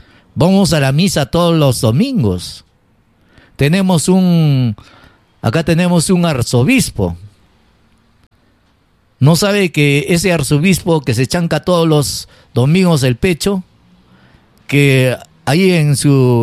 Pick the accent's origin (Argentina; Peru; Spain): Peru; Yo soy un serrano